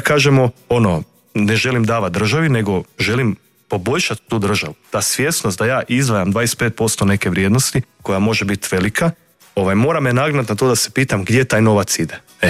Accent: Croatia; mi kao Hrvati nemamo taj luksus. Nakon 1000 godina dosanjavanja naše zemlje, imamo prilike uređivati te institucije

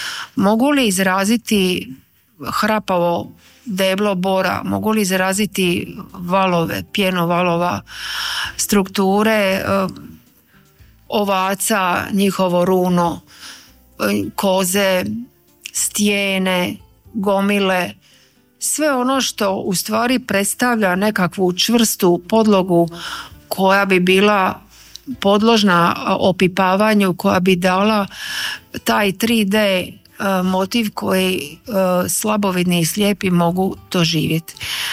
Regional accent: Split, Split-Dalmatia County, Croatia; pošto sam ja dijete Dalmacije, moji roditelji su otočani, ja sam rođena u Splitu

